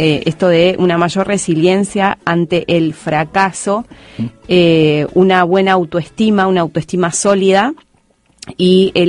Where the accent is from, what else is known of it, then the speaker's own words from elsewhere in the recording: Argentina; O como decimos en Argentina, ahí va otra